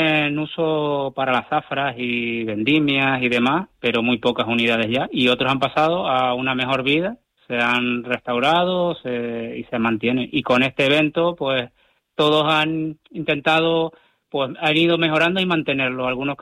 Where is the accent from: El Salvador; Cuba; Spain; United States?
Spain; La Palma, Canary Islands; now in Gran Canaria, Spain; Yo mismo soy natal de La Palma, pero llevo residiendo en Gran Canaria ya más de 20 años.